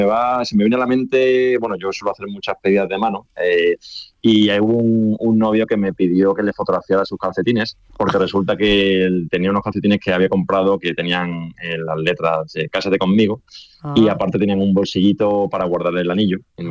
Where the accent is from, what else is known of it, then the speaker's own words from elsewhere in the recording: Seville, Andalusia, Spain; yo soy de Sevilla